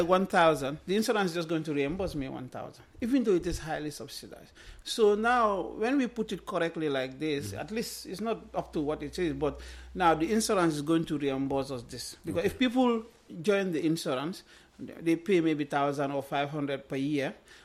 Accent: North Bank, Gambia; I'm from Chamen in Lower Nyome.

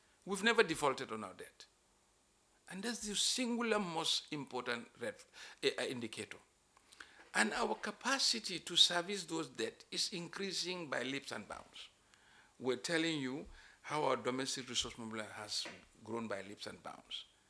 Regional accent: Lower River, Gambia; I'm from Jara.

